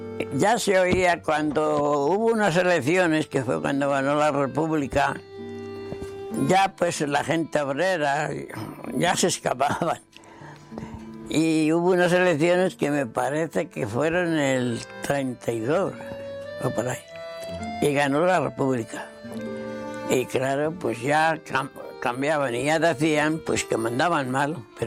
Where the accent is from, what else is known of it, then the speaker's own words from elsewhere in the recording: Masegoso de Tajuña, Castilla-La Mancha, Spain; born there; Cuando empezó la guerra en Masegueso de Tajuña, tenía 15 años.